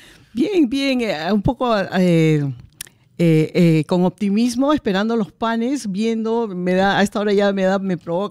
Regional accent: Peru; nuestro país

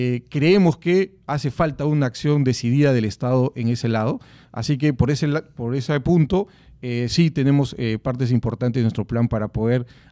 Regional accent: Puerto Maldonado, Madre de Dios, Peru; yo soy de Madre de Dios, Puerto Maldonado de la Selva

